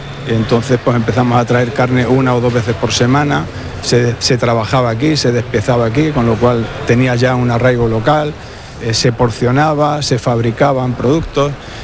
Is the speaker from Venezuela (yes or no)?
no; Toledo, Castilla-La Mancha, Spain; moved away as an adult; also born or lived in Menasalvas; now in Canary Islands, Spain; nosotros somos una familia de Toledo que tenemos fincas en Ciudad Real, tenemos campo, el origen es un origen ganadero, una familia humilde y ganadera de una zona, de un pueblo pequeño que se llama Menasalvas